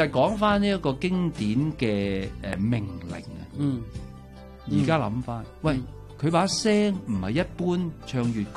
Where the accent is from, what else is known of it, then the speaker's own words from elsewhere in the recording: Guangdong, China; 粵劇呢樣嘢喺我哋中國人又好，喺我哋廣東人又好